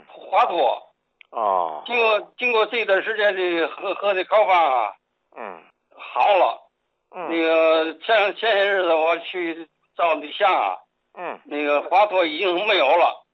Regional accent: Tianjin, China; 我是天津的。

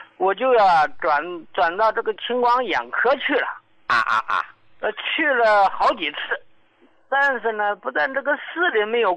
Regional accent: Northeast China, China; moved away as an adult; now in Xiamen, China; 你看我老家呢是东北的，由于这个工作的原因，后来呢来到了这个厦门定居了。

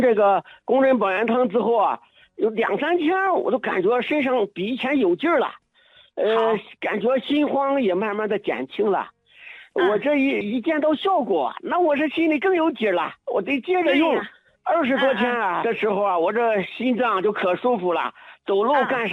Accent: Shaanxi, China; 啊，林老师，我是陕西的听众啊。

